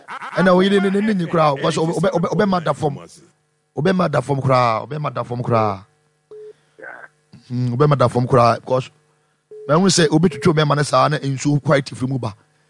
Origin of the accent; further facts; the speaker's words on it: Ghana; I'm also from Ghana.